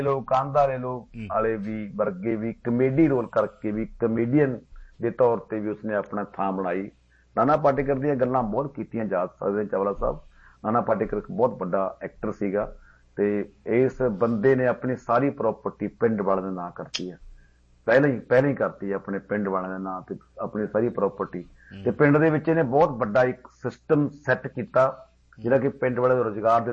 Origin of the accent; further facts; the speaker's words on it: Punjab, India; ਚਲੋ ਸਰ, ਮੇਰਾ ਪਿੰਡ ਨਾ ਜੀ ਮਤਲਬ ਪੁਆਧੀ ਖੇਤਰ ਦਾ ਪਿੰਡ ਹੈ, ਹਰਿਆਣੇ ਤੋਂ ਥੋੜੀ ਜਿਹੀ ਦੂਰ ਬਾਰਡਰ ਤੇ ਪੈਂਦਾ, ਪਛੜੇ ਹੋਏ ਇਲਾਕੇ ਦਾ ਪਿੰਡ ਆ ਮੇਰਾ।